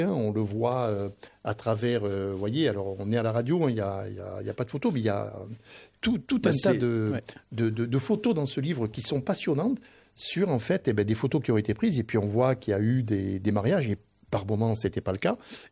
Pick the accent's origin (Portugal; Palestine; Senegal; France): France; Bergerac, Nouvelle-Aquitaine; Et je me souviens, moi, quand j'étais gamin, à l'école à Bergerac, j'avais, on va terminer là-dessus, j'avais une copine en classe, en CE2